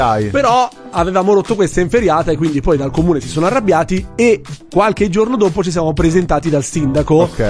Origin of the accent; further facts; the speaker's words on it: Barlassina, Lombardy, Italy; c'era questo bel presepe in piazza nel mio paese. Lo dico, Barlassina.